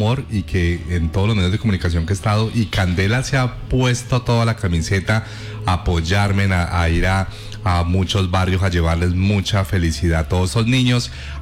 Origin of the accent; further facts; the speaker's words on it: Valle del Cauca, Colombia; Y más yo que soy súper vallecaucano, que soy súper regionalista